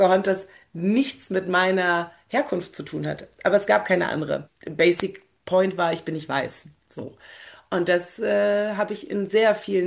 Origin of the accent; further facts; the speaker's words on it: Berlin, Germany; born there; German is a second language; also born or lived in Poznań, Poland; now in Saxony, Germany; Jetzt gerade bin ich ja auch in Ostdeutschland mit Sachsen und ich bin aber in Berlin groß geworden.